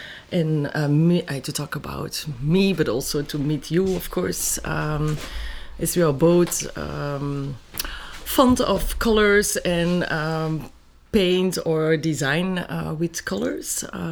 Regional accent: Wuustwezel, Antwerp, Belgium; Currently, I have an exhibition in my hometown. It's called Gustwezel.

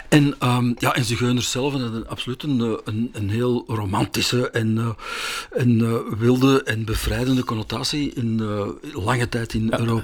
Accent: Belgium; Als Belgen mogen we dat

